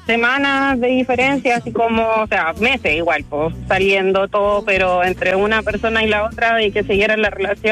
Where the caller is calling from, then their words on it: Santiago, Santiago Metropolitan Region, Chile; soy de Independencia, pero ahora ando en Renca.